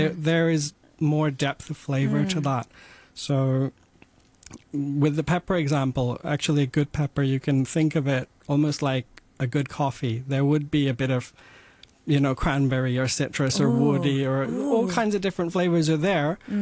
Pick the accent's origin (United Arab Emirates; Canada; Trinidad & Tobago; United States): United Arab Emirates; Dubai; also born or lived in United Kingdom; now in Hong Kong; I remember food that I liked eating while growing up in Dubai. I remember cooking a lot at my university years. That was in the UK